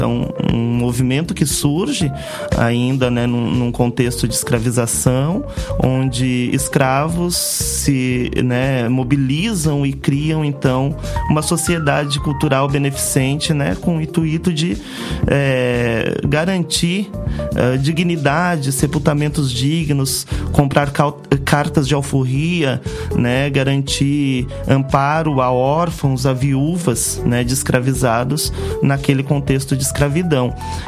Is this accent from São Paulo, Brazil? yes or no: no; Santa Catarina, Brazil; Santa Catarina, que é o estado de onde eu venho, onde eu nasci, onde eu cresci e onde eu pesquiso, né, clubes sociais negros há mais de 15 anos.